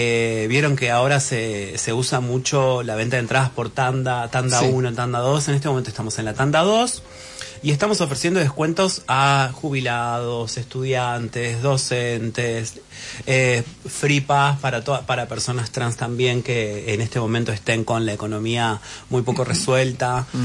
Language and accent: Spanish; Buenos Aires, Argentina; No, en realidad nosotras somos de acá de Buenos Aires.